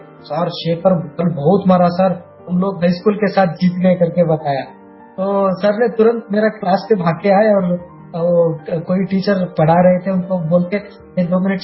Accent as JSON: {"language": "Hindi", "region": "Karnataka", "country": "India", "tie": "born or raised there", "said": "तो शिमोगा टू बेंगलुरु हम लोग आए"}